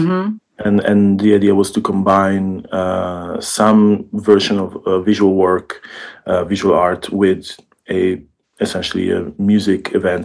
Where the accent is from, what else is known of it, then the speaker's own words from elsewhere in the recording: Ticino, Switzerland; Growing up in Ticino, we were struggling to find artistic outputs and artistic opportunities that would give us the opportunity to grow